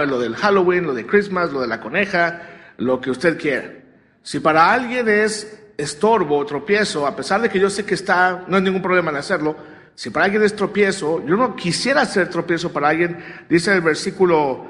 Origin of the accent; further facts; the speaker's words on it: Mexico; Si usted creció como yo crecí en México, sin arbolito de Navidad, pues no queda traumado uno